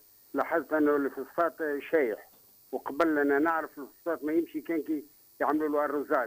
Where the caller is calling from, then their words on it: Oum El Araies, Gafsa Governorate, Tunisia; من أم العريس.